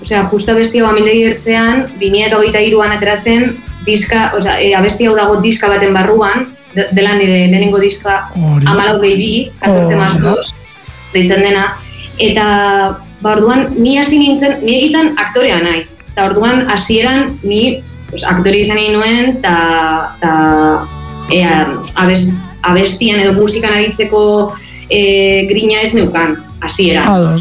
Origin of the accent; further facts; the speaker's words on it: Vitoria-Gasteiz, Basque Country, Spain; now in Barcelona, Spain; Bai, bai, Gasteiztarra naiz, baina duela mala urte etorri nintzen Bartzelonara ikastera, eta momentu zemendik nabil, baina, bueno, nik beti esaten dut Gasteiztarra naizela eta euskalduna naizela